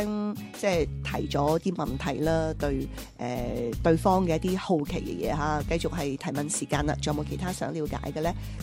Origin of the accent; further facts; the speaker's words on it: Guangdong, China; accent: Cantonese accent (in Mandarin); 我就作為廣東人我自己說普通話都覺得是有這個廣東口音的